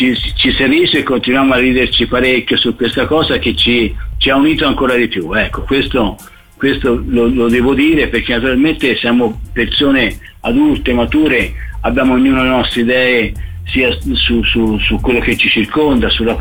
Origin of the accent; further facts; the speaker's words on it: Pisa, Tuscany, Italy; essendo pisano